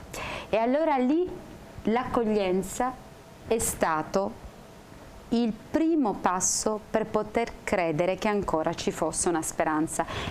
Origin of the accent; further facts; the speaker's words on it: Sicily, Italy; moved away; sono siciliana e voi sapete che io ultimamente sono stata in Sicilia